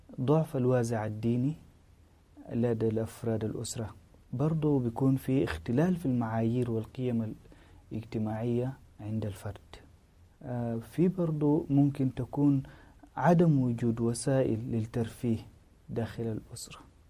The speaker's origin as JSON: {"language": "Arabic", "country": "Sudan", "said": "إحنا كمجتمع سوداني"}